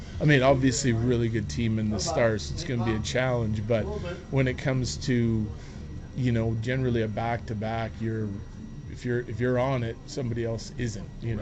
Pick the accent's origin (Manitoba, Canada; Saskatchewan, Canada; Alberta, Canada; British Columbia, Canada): Saskatchewan, Canada; We're both from Saskatchewan and playing junior and minor hockey against each other